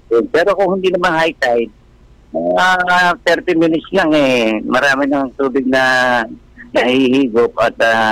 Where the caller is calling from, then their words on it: Malabon, Metro Manila, Philippines; Nandito ako sa Malabon.